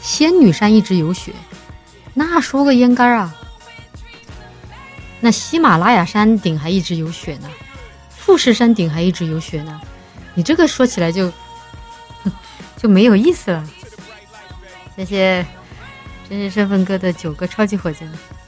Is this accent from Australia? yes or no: no; Chongqing, China; moved away; 我以前在沙坪坝也度过了很快乐的幼年时光